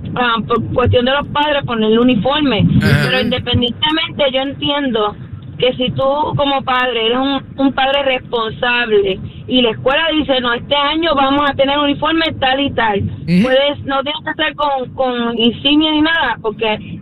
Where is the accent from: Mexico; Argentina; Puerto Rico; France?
Puerto Rico; Yo soy de Puerto Rico, ¿verdad? Y en Puerto Rico siempre tuvimos uniforme.